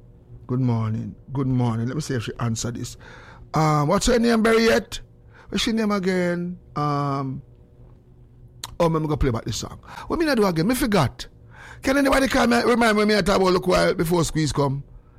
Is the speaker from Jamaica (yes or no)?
yes; Jamaica; Oh my God, the devil gave me a Mexican and I'm from Jamaica.